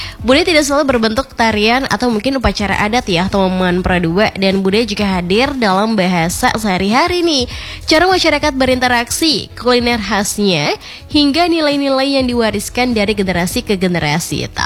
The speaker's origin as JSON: {"language": "Indonesian", "town": "Tarakan", "region": "North Kalimantan", "country": "Indonesia", "said": "kita sebagai warga Tarakan yang baik"}